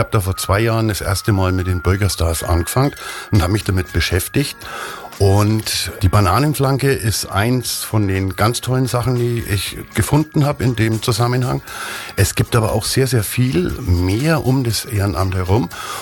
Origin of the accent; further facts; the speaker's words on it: Bayreuth, Bavaria, Germany; ich bin 63 Jahre alt, in Bayreuth geboren, lebe schon immer hier